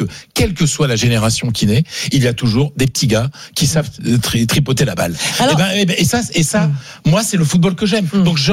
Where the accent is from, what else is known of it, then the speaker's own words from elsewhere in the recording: France; chez nous en France